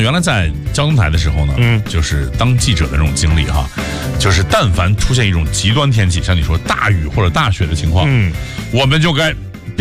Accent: Inner Mongolia, China; moved away; 我们老家内蒙比较干哈、啊、很多人呢都说我们家那边很干，我们自己平常可能没有什么体会，但从外地来的朋友呢睡一晚上嘴就爆皮，

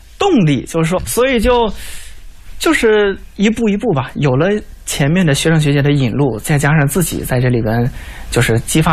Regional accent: Shandong, China; moved away as an adult; now in Beijing, China; 反正我是山东的

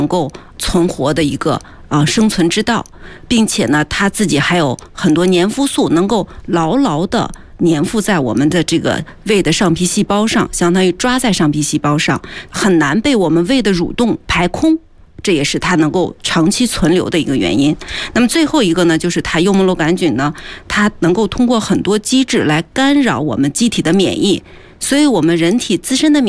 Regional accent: China; 我们中国人

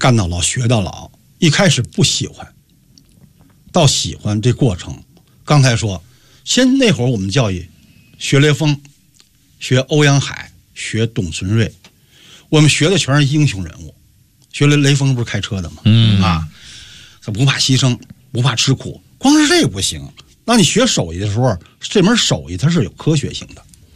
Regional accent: Beijing, China; 而且我是在怀柔大山里长大的，每年都要晾杏干。

